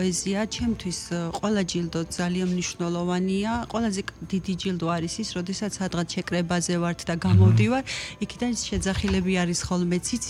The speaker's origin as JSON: {"language": "Georgian", "region": "Kartli", "country": "Georgia", "said": "მე თვითონ ქართლიდან ვარ და ეს ქართლელების პრემია."}